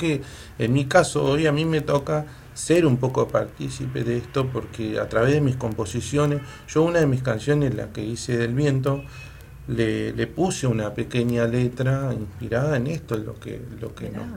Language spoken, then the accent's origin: Spanish; Santa Cruz, Argentina; me gusta también hacer algo de mi tierra